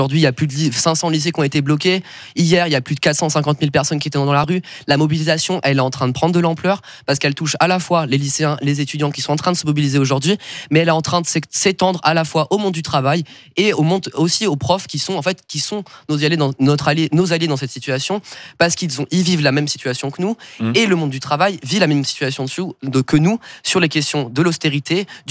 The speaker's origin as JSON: {"language": "French", "town": "Marseille", "region": "Provence-Alpes-Côte d'Azur", "country": "France", "said": "moi je viens de Marseille, donc le temps que je rentre chez moi, je serai évidemment dans la rue"}